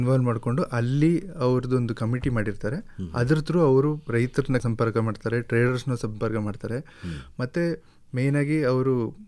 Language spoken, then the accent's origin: Kannada; Ponnampet, Karnataka, India; ಕೊಡಗು ಜಿಲ್ಲೆಯಲ್ಲಿ ಪೊನ್ನಂಪೇಟೆ ಕಡೆಯವರು.